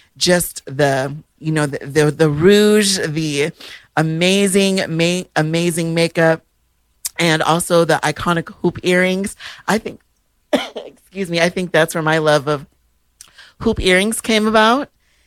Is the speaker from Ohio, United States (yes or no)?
no; Minnesota, United States; And literally from growing up in Minnesota, where … is from, I'm like, wow, like, just awesome.